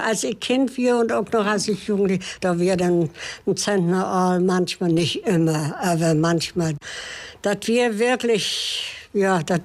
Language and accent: German; Seedorf, Mecklenburg-Vorpommern, Germany; born or raised there